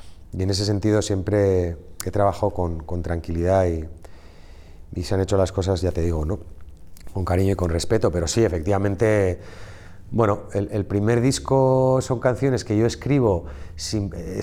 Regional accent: Spain; tanto aquí en España, en mi país, como fuera, ¿no?

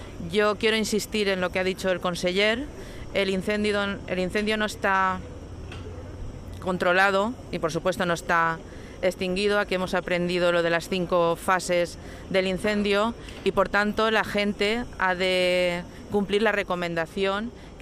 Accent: Castellón, Valencian Community, Spain; estoy en mi tierra, recuperar nuestra querida Sierra de Espadán y poder volver a disfrutarla, pues los que somos de aquí

